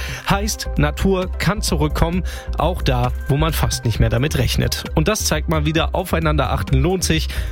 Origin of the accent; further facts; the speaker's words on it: Baden-Württemberg, Germany; dafür geht's in mein Heimatbundesland Baden-Württemberg